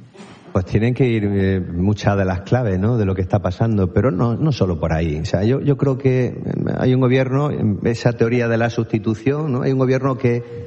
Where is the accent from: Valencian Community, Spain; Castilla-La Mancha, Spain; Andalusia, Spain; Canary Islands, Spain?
Andalusia, Spain; El Ejido; Yo vengo del Ejido y ha crecido, el Ejido ha crecido, pues imagínate, en menos de medio siglo ha podido crecer en 80.000 habitantes